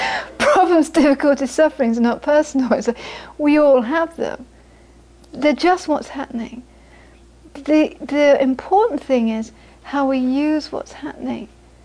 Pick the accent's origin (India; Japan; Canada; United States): India; from your experience of being 7 years in Florida, because I'm coming from India